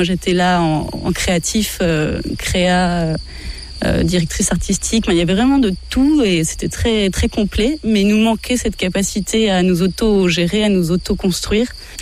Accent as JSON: {"language": "French", "town": "Paris", "region": "Île-de-France", "country": "France", "said": "Parce que à la base, je suis parisienne, mais j'avoue que cet isolement me convient bien."}